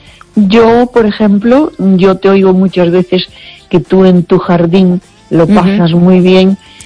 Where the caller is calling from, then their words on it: Baiona, Galicia, Spain; de Bayona.